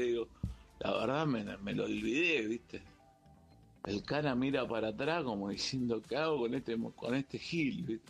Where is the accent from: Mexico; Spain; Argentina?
Argentina; Chubut; moved away; yo soy originario de Chubut. Bueno, de vez en cuando voy.